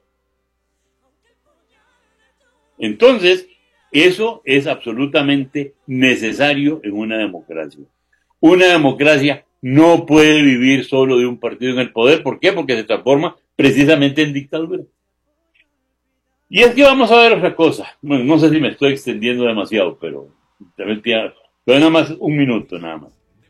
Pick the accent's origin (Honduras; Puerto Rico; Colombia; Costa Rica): Costa Rica; Todos somos costarricenses